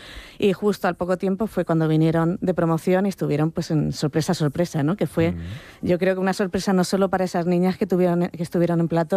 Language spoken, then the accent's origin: Spanish; Alicante, Valencian Community, Spain; moved away as an adult; yo soy de Alicante, me vine aquí a estudiar